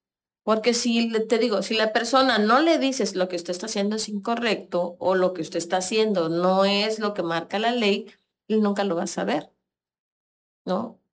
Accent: Mexico; now in Tapachula, Mexico; nosotros, como mexicanos, sabemos que tenemos que respetar nuestras leyes

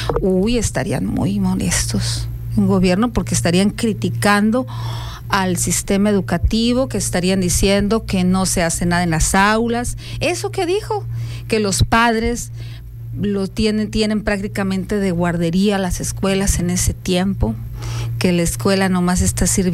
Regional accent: Sonora, Mexico

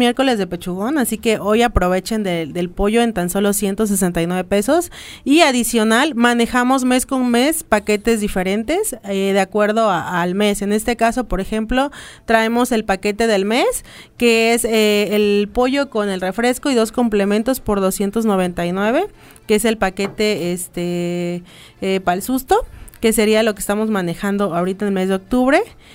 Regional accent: Mexico

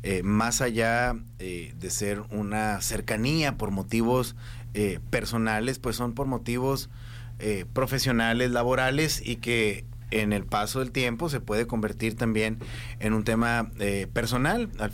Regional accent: Hermosillo, Sonora, Mexico; yo soy de Hermosillo, yo vivo en Hermosillo

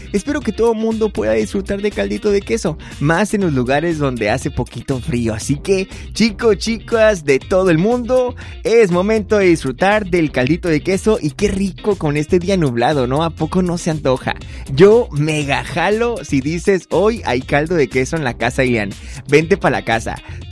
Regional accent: Sonora, Mexico; voy a fallar como sonorense

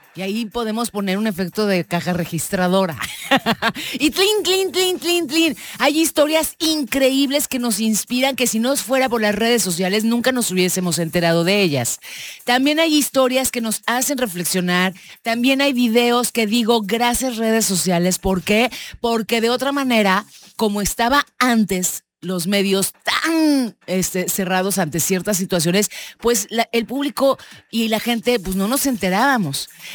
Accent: Mexico; Yo estoy dando seguimiento a varias cosas, porque soy mexicana. A mí sí me interesa lo que mi país haga, deshaga.

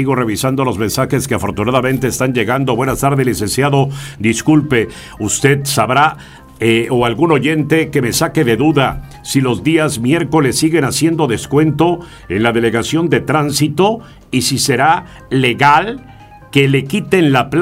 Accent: Cintalapa de Figueroa, Chiapas, Mexico; en la entonces XEIN, La Voz del Valle, en mi tierra natal, Cintalapa de Figueroa

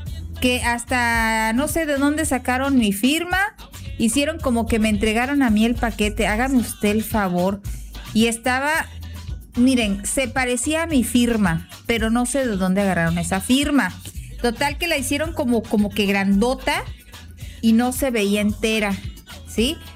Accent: Macuspana, Tabasco, Mexico; Saludos aquí en ruta en Alta, entregando paquetería en Jalapa. Soy de Macuspana.

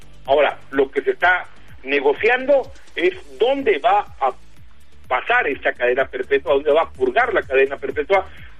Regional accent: Mexico; nosotros como mexicanos que no sabemos cómo lo detuvieron y cómo fue el operativo

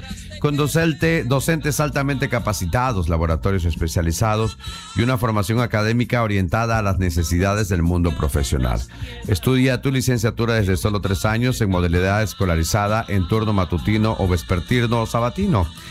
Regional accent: Chiapas, Mexico; moved away; hasta mi tierra, Camuapita, Chiapas.

